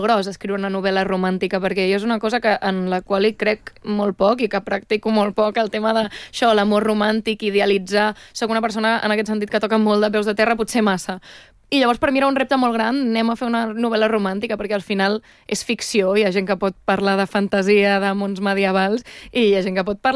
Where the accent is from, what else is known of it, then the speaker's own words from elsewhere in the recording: Catalonia, Spain; jo, tot i que sóc catalana i òbviament conec la cultura catalana, també has d'afinar molt els detalls.